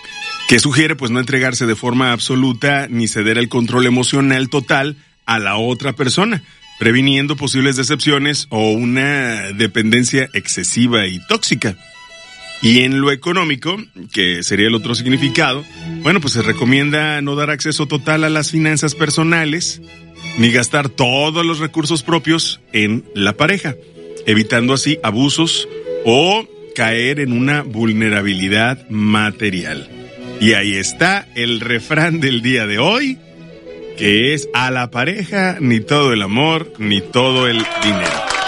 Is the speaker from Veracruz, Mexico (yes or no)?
yes; Santiago de Ixmatlahuacán, Veracruz, Mexico; de Santiago de Ixmatlacuacán.